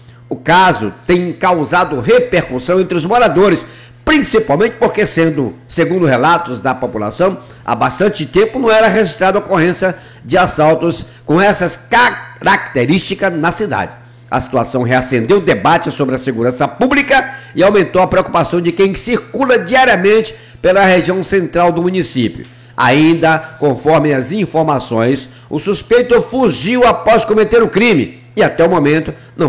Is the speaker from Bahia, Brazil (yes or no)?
yes; São Félix, Bahia, Brazil; born there; moved away; vem de lá da minha terrinha e é uma notícia não muito boa, né? Minha querida São Félix, amada, querida.